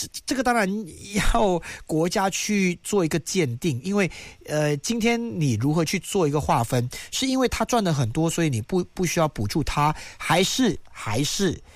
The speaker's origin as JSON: {"language": "Chinese", "country": "Malaysia", "said": "因为我们都是马来西亚人嘛。"}